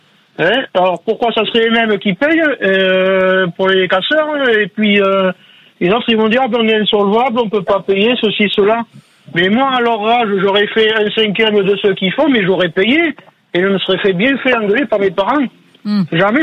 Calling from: Virazeil, Nouvelle-Aquitaine, France; J'appelle de Virazeil, dans le Lot-et-Garonne.

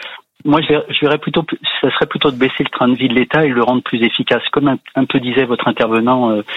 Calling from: Honfleur, Normandy, France; J'habite du côté de Honfleur.

